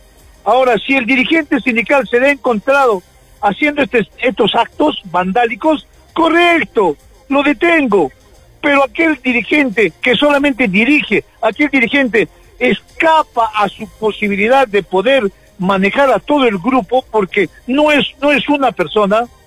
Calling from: Peru

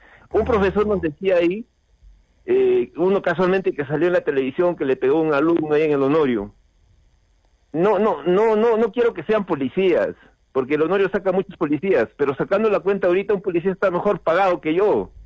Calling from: Peru; de Pachacute.

